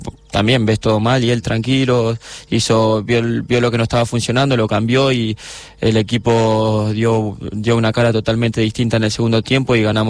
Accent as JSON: {"language": "Spanish", "country": "Argentina", "moved": "yes", "lives_now": "Vitoria, Spain", "said": "yo soy de Argentina"}